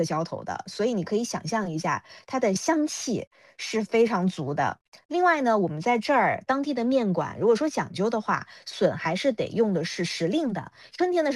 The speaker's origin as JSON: {"language": "Chinese", "town": "Hangzhou", "region": "Zhejiang", "country": "China", "said": "我们呢在杭州方言当中很多的儿化音，它的这个儿它是要发出来的"}